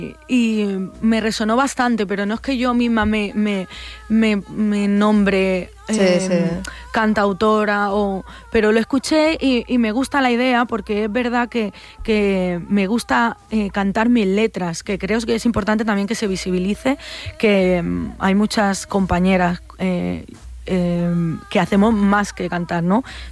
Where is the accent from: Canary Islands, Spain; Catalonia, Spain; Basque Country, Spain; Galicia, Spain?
Catalonia, Spain; Barcelona; Yo soy de Barcelona